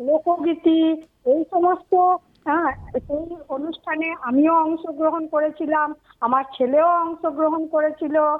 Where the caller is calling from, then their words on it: Bahiri, West Bengal, India; আমাদের গ্রাম হচ্ছে বোলপুর থেকে 5 কিলোমিটার দূরে, বাহিরি বলে